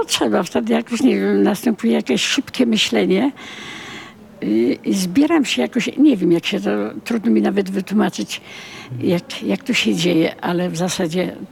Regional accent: Busko-Zdrój, Świętokrzyskie Voivodeship, Poland; Ja tu jestem urodzona w Busku.

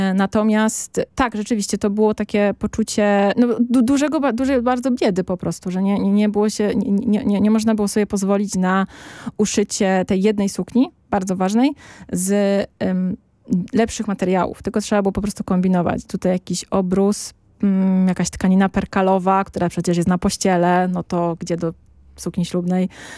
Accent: Silesian Voivodeship, Poland; ja tam nie mieszkam, ja nie pochodzę z Bielska, ale z Podbeskidzia

